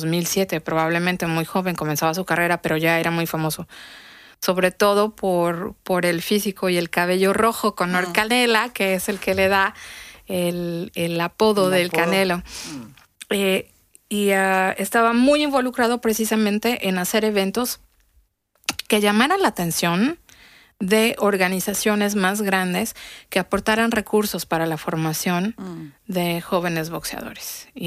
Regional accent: Xalapa, Veracruz, Mexico; Yo tuve la oportunidad de conocerlo en un evento deportivo en mi ciudad natal, en Xalapa

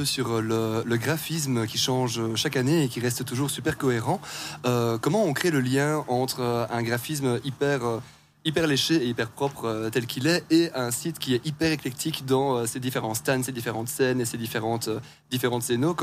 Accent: Liège, Wallonia, Belgium; je viens de Liège.

